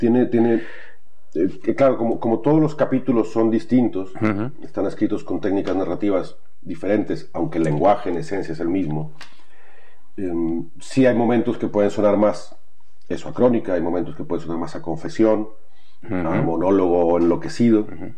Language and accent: Spanish; northern Mexico, Mexico; moved away; Yo soy del norte de México